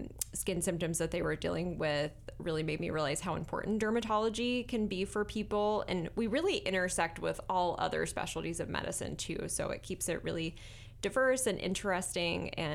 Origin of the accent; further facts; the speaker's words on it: Virginia, United States; moved away as an adult; now in Vermont, United States; I grew up in Virginia. I actually did medical school at the University of Virginia and came up to Vermont for my dermatology residency.